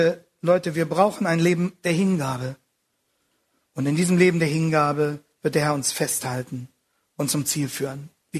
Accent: Germany; Wir als Deutsche freuen uns vielleicht weniger drüber

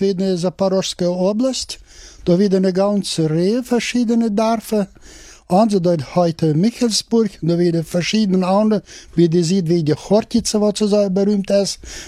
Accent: Latvia; also born or lived in Ukraine; Ja, ich komme aus Lettland.

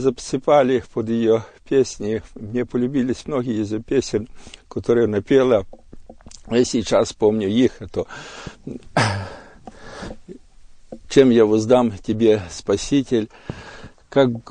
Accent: Volyn Oblast, Ukraine; Я родился на Украине, на Волыни, в селе, в верующей семье. Родители были верующие.

